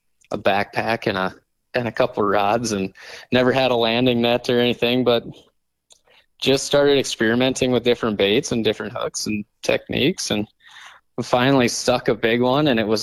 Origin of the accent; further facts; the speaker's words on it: Moorhead, Minnesota, United States; You know, I grew up in Moorhead and I think I turned maybe 13 years old